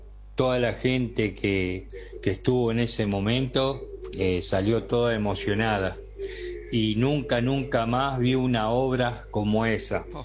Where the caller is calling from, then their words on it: Maciel, Santa Fe, Argentina; acá en mi pueblo Maciel